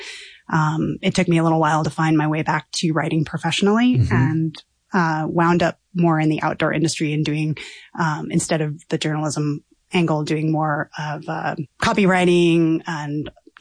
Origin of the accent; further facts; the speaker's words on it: Colorado, United States; I hail from Colorado originally.